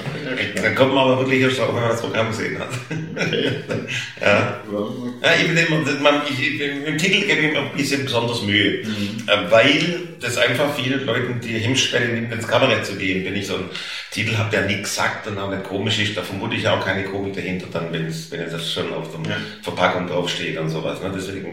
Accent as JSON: {"language": "German", "town": "Stuttgart", "region": "Baden-Württemberg", "country": "Germany", "accent": "Swabian"}